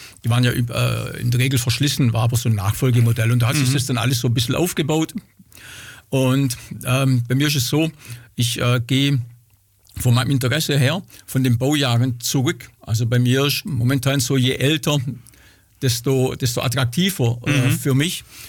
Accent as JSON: {"language": "German", "town": "Schlierbach", "country": "Germany", "said": "ich komme aus Schlierbach"}